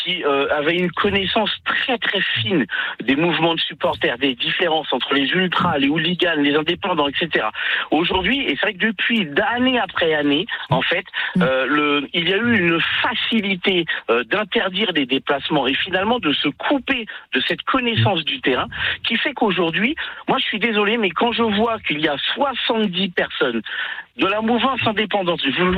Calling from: Toulouse, Occitanie, France; je suis à Toulouse.

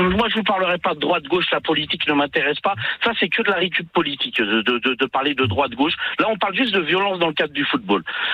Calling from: Toulouse, Occitanie, France; je suis à Toulouse.

